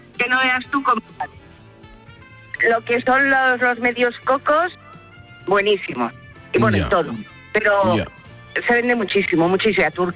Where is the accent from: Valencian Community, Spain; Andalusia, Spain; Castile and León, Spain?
Valencian Community, Spain; Torrent; Yo vengo de Torrent, por ejemplo, que estoy a 25, 28 kilómetros.